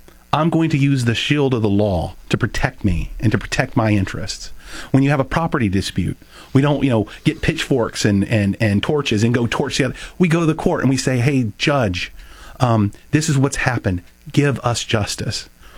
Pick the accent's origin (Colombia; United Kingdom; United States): United States; Texas; born there; also born or lived in North Dakota / Germany; So I was born in Texas. We then moved to North Dakota. Then we moved to Germany. And I lived in Germany at what I say is the height of the Cold War